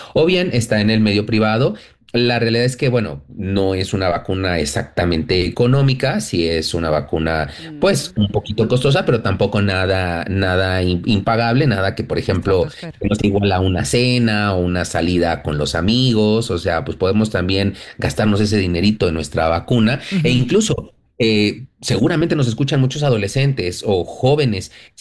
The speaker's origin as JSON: {"language": "Spanish", "country": "Mexico", "said": "y yo soy mexicano y estoy consciente de que nuestra medicina tradicional"}